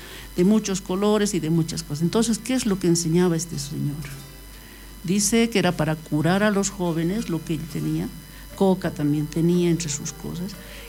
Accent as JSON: {"language": "Spanish", "region": "Oruro", "country": "Bolivia", "said": "como orureños. Exacto. Y como bolivianos"}